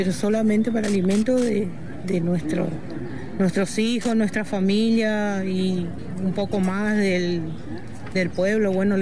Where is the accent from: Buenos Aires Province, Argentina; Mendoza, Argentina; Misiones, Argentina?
Misiones, Argentina; Ñandecocué; soy campesina de Ñandecocué.